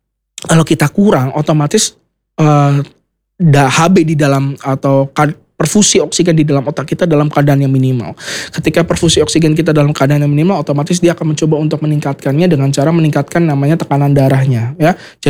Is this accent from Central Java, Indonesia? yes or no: yes; Banyumas, Central Java, Indonesia; walaupun saya tidak lahir di Banyumas, tapi saya besar di Banyumas dan saya bangga jadi orang Banyumas.